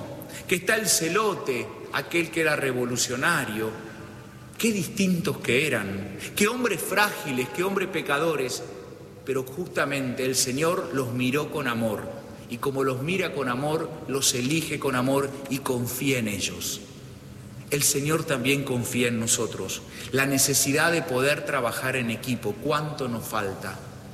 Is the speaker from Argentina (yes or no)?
yes; Argentina